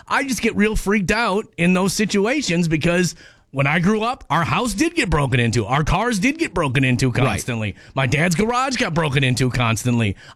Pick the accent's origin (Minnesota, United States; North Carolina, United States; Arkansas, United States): Minnesota, United States; Minneapolis; growing up in North Minneapolis